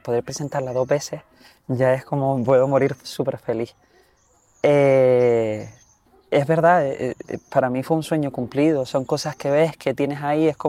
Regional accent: Firgas, Canary Islands, Spain; soy muy de pueblo, yo soy de Firca, el pueblo más pequeñito de Gran Canaria, que apenas tiene 7.500 habitantes

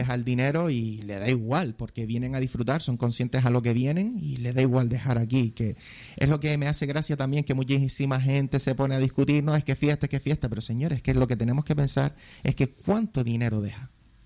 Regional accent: Santa Brígida, Canary Islands, Spain; Santa Brígida, mi pueblo, cómo no.

